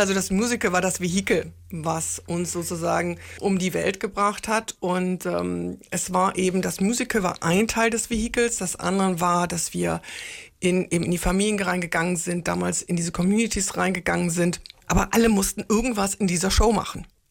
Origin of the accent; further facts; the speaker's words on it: Germany; ich bin Deutsche